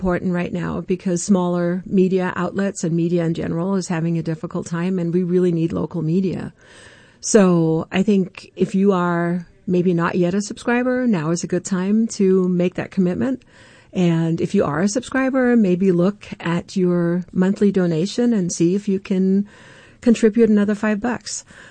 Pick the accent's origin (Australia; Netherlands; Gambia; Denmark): Denmark; now in Spokane, United States; I'm not from here. I grew up in Denmark.